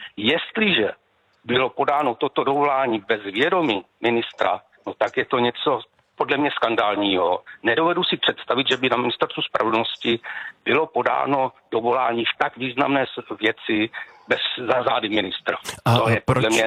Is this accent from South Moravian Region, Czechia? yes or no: yes; Brno, South Moravian Region, Czechia; já jsem z Brna